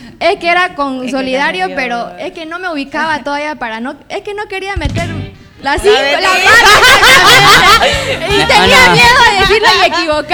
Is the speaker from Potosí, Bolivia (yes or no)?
no; Santa Cruz, Bolivia; also born or lived in Ascensión de Guarayos; donde sea nos hacemos sentir nosotros los cruceños.